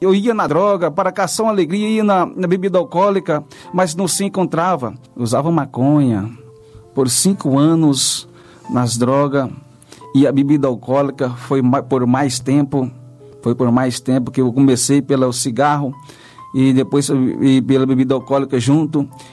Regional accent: Jaraguá, Goiás, Brazil; eu sou da cidade de Jaraguá, estado de Goiás.

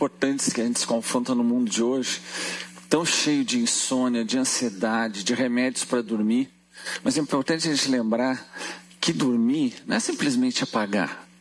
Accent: Porto Alegre, Rio Grande do Sul, Brazil; Eu sou gaúcho, sou de Porto Alegre, mas os meus avós tinham uma pequena fazenda numa cidade do interior, perto do Uruguai, que é São Gabriel.

